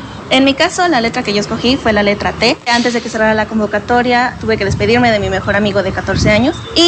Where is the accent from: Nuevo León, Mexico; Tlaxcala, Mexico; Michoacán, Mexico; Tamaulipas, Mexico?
Tlaxcala, Mexico; es del lugar de donde soy, que es de Tlaxcala